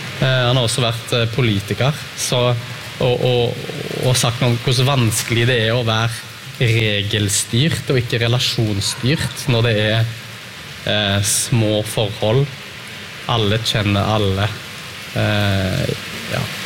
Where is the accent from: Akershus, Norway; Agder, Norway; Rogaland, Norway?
Rogaland, Norway; Sauda; jeg er jo fra Sauda. Liten plass.